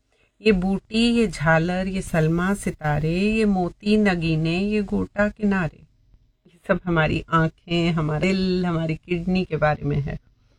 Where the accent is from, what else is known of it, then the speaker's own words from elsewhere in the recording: Bareilly, Uttar Pradesh, India; now in Moradabad, India; मैं ओरिजिनली बरेली से हूँ।